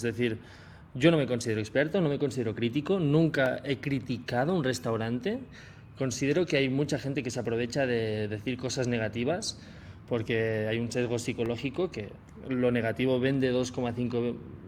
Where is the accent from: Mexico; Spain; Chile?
Spain; Olot, Catalonia; born there; yo en verano pues seguía grabando algún videito en mi pueblo. Pero ¿quién va a ir a mi pueblo de Olot?